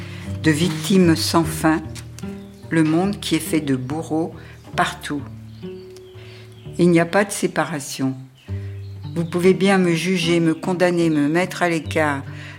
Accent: Berck, Hauts-de-France, France; Je suis née à Berck et c'est les Anglais, d'ailleurs, qui bombardaient et qui ont cassé tout... Je vivais quand j'étais petite au milieu des ruines, au milieu des mines.

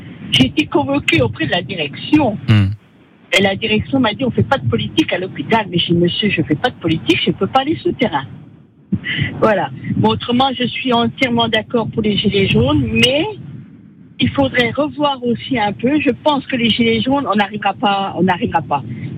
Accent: Lunéville, Grand Est, France; Je vous dis, moi, je viens de Lunéville, un bus qui passe sur Lunéville

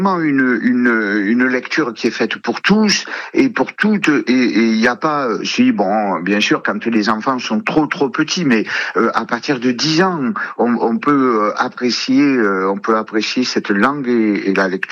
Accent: Southern France, France; accent: southern; moi j'ai vraiment un accent, je suis d'ici, je suis du sud

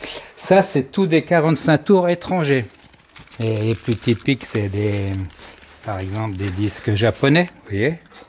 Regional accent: France; chez nous en France.

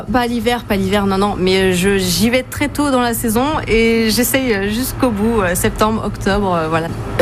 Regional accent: Vannes, Brittany, France; born there; du coup je viens de Vannes

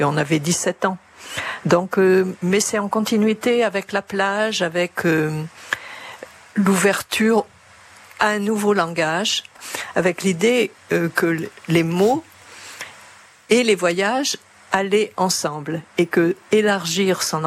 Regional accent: Arcachon, Nouvelle-Aquitaine, France; j'ai l'impression d'avoir grandi constamment dans l'été, dans la mesure où j'ai grandi à Arcachon. Donc la plage était le prolongement de mon existence.

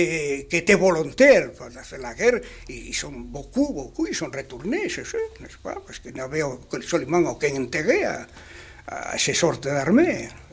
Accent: Asturias, Spain; le chef de mon unité, qui était un anarchiste de mon patelin, justement, en Sastirie

